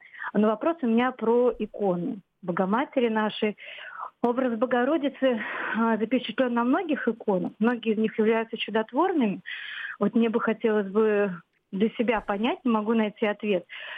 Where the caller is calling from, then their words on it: Severomorsk, Murmansk Oblast, Russia; я звоню из Североморска.